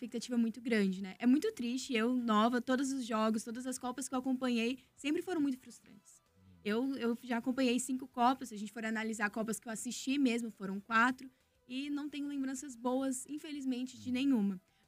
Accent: Londrina, Paraná, Brazil; also born or lived in Jataizinho; eu sou londrinense, né? Eu nasci em Jataizinho, mas vim pra Londrina

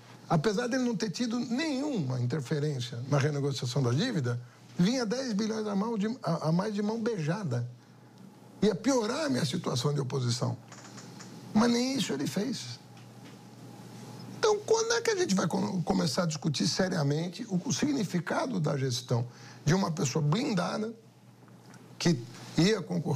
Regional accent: São Paulo, Brazil; Não fiz porque eu sou paulista.

